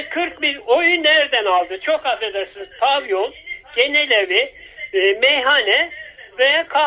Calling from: Adapazarı, Sakarya, Turkey; Ben Adapazarı'ndan arıyorum.

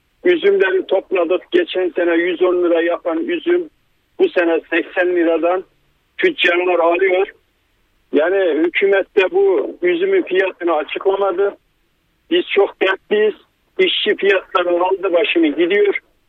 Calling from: Turgutlu, Manisa, Turkey; Manisa Turgut.

